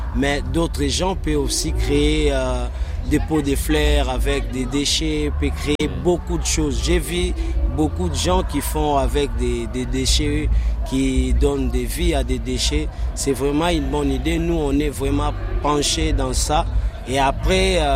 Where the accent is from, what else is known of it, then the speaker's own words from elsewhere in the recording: Kinshasa, DR Congo; chez nous à Kinshasa